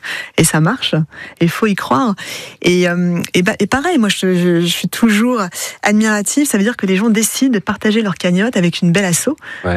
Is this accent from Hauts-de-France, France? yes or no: yes; Hauts-de-France, France; plutôt dans des grosses boîtes sur Paris, parce que je suis originaire du Nord, mais j'étais faire ma dernière année, mes premiers postes à Paris.